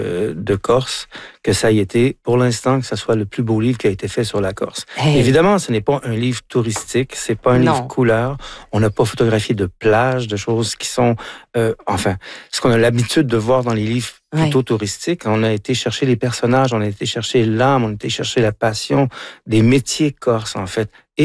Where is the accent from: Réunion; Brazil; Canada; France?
Canada; Quebec; Sauf que maintenant, j'y vais en tant que Québécois